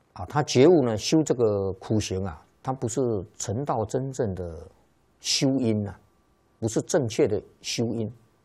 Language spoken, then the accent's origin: Chinese; China; 那么这个依照我们中国人的算法了，算虚岁的，算虚岁的。